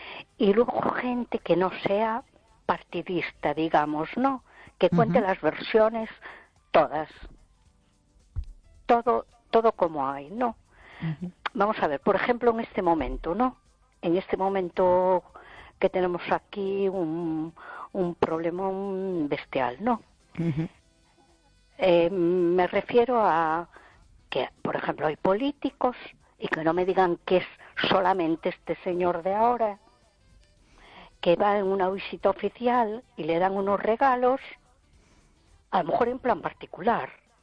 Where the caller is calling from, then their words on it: A Coruña, Galicia, Spain; de Coruña.